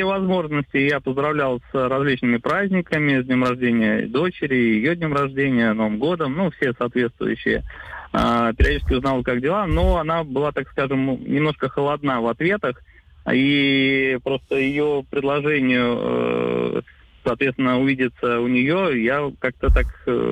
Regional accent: Saint Petersburg, Russia; С Санкт-Петербурга.

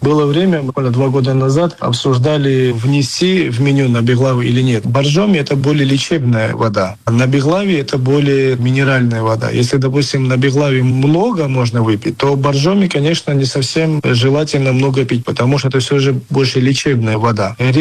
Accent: Moscow, Russia; Я московский грузин. Я столько в этой стране научился

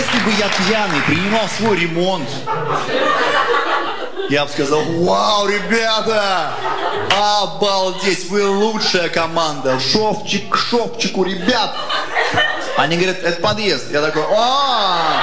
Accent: Chita, Zabaykalsky Krai, Russia; now in Moscow, Russia; я из Читы, но не все в Москве знают, что есть такой город. И когда я говорю, я из Читы, мне говорят, из какой Читы?

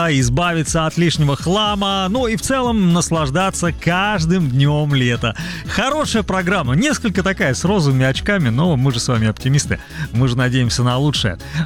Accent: Krasnodar, Krasnodar Krai, Russia; Посмотрел тут кружочек в соцсетях своего знакомого из Краснодара, из моего родного города.

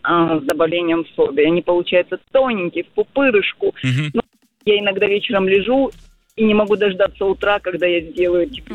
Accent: Donbas, Ukraine; Да, так как родом я с Донбасса, у меня получается вкусный борщ.

